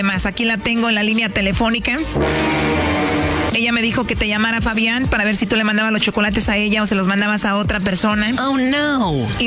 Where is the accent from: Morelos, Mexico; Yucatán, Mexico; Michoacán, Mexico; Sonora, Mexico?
Michoacán, Mexico; yo soy michoacano, que monto puros toros, pura lumbre.